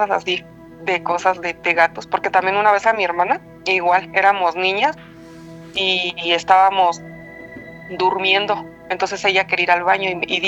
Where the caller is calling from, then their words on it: Toluca, State of Mexico, Mexico; Ya les había marcado alguna vez, soy de Toluca.